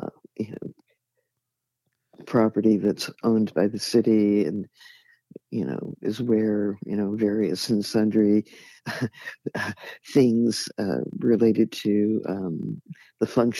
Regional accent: San Francisco, California, United States; I grew up in North Beach.

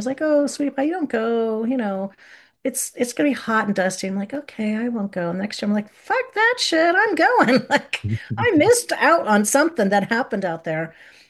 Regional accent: East Coast, United States; But I grew up in the East Coast with lush greenery, so this is a very foreign environment for me.

